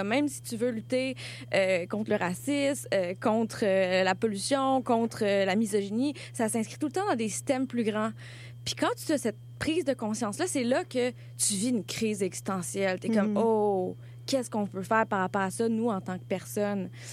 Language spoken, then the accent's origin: French; Quebec, Canada